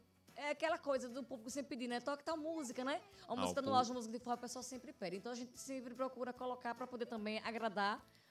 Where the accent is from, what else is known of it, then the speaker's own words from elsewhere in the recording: Northeast Region, Brazil; Somos nordestinos, né?